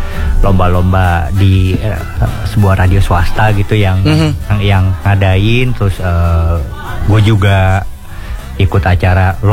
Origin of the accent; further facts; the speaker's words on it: South Jakarta, Jakarta, Indonesia; Iya, jadi susah karena kita anak Jaksel gitu.